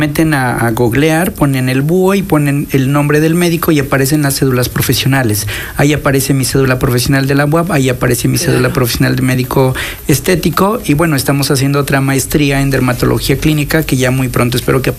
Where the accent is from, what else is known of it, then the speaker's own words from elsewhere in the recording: Cuyoaco, Puebla, Mexico; que por cierto vengo de Puerlibles, de la Sierra Norte de Puebla, soy del municipio de Cuyoaco, y bueno, pues aquí llegamos a la ciudad de Puebla